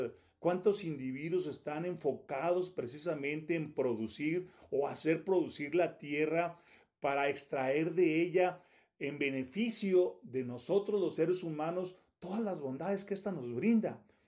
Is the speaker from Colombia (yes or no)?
no; Valle de Zaragoza, Chihuahua, Mexico; born there; now in Ciudad Camargo, Mexico; paisano de mi tierra, de la tierra que me vio nacer, Valle de Zaragoza.